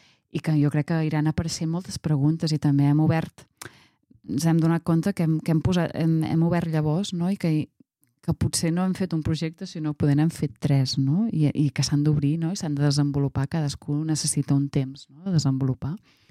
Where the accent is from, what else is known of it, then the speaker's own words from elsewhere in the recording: Catalonia, Spain; I jo vinc de Costa Brava. De Costa Brava.